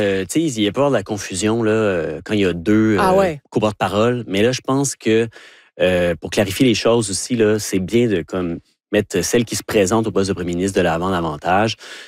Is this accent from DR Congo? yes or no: no; Vanier, Canada; born there; oui, je suis né à Vanier, en face du marché du Store. Mais donc, je suis un deuxième, deuxième génération.